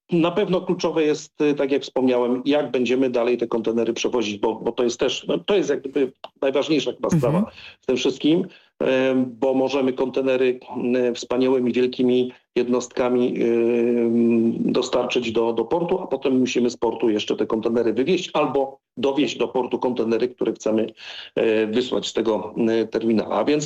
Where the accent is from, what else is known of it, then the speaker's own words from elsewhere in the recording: Świnoujście, West Pomeranian Voivodeship, Poland; ponieważ pochodzę ze Świnoujścia, jestem świnoujszczaninem, a więc znam to miasto bardzo dobrze też pod takim kątem transportowym.